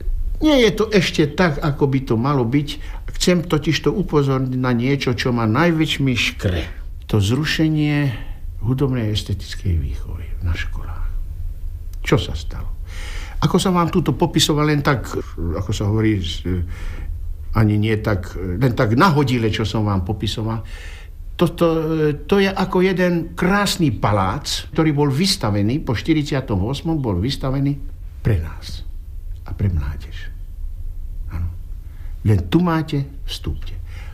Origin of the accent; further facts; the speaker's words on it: Banská Bystrica, Banská Bystrica Region, Slovakia; Tak môj rodný kraj, tak tá Banská Bystrica, ten rodný kraj, to človek už nepozná.